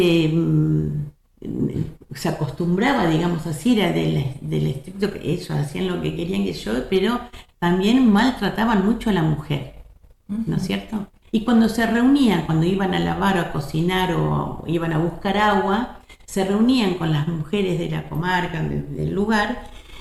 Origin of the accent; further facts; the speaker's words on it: La Plata, Buenos Aires Province, Argentina; soy de La Plata